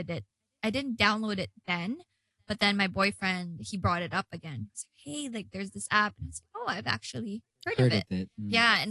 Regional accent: Philippines; now in Hong Kong; Jel and I get to share about our Filipino culture, share some phrases, talk about how it is like being a Filipino here in Hong Kong.

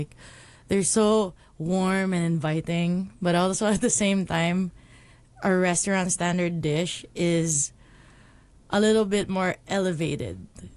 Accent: Philippines; now in Hong Kong; To summarize the whole journey of being a Filipino and what it is to be a Filipina.

